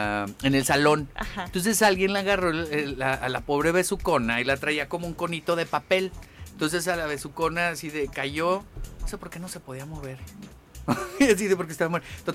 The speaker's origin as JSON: {"language": "Spanish", "region": "Oaxaca", "country": "Mexico", "said": "no jefe, soy mexicano de Oaxaca"}